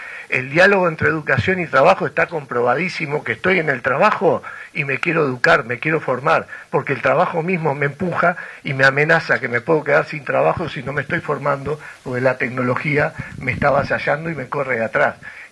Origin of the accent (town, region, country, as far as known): Uruguay